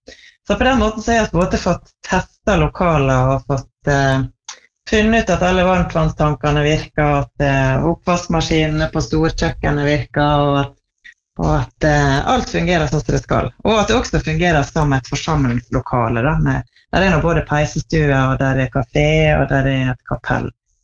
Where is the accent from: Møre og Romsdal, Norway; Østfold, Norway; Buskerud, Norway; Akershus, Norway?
Møre og Romsdal, Norway; Tresfjorden; born or raised there